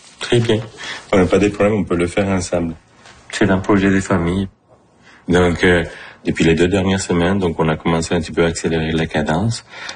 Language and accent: French; Colombia; born there; French is a second language; Je suis né en Colombie. J'ai une famille pauvre, vraiment des villes en ville.